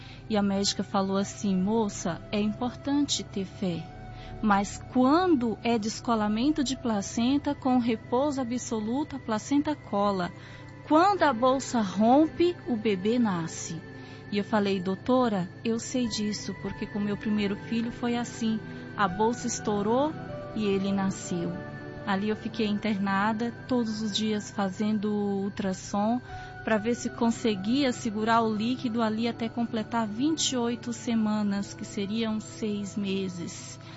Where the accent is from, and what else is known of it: São Bernardo do Campo, São Paulo, Brazil